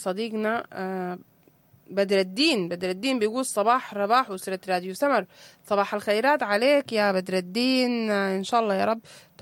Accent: Sudan; احنا كمجتمعات سودانية

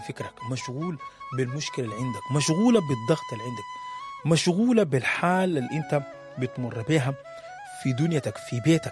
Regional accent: Sudan; واحنا كسودانيين متعودين، في ناس بتستغرب الحمد لله

